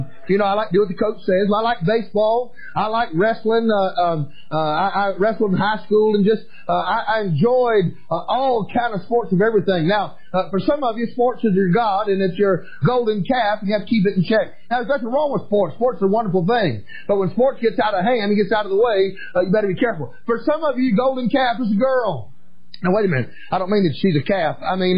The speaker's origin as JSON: {"language": "English", "town": "Atlanta", "region": "Georgia", "country": "United States", "said": "we're from Atlanta. I love the Atlanta Braves, and we're big Braves fans down there"}